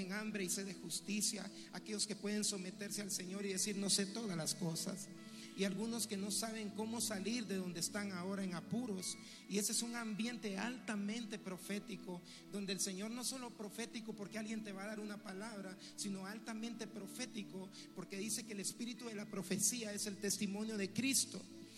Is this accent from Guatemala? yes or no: yes; Guatemala